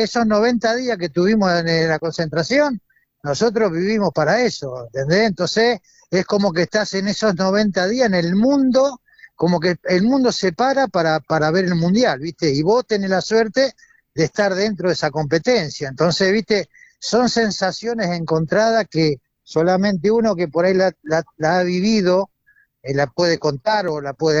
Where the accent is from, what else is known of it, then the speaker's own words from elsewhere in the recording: Argentina; a lo mejor que nos puede haber pasado como argentino, ¿entendés?